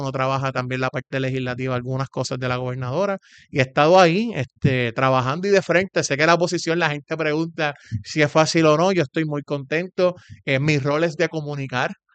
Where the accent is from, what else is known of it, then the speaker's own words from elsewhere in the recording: Puerto Rico; soy un joven, hijo de padres dominicanos, con mucho orgullo, no los niego, pero nací en Puerto Rico, me crié en Puerto Rico, así está mi estado de nacimiento, toda mi vida en Puerto Rico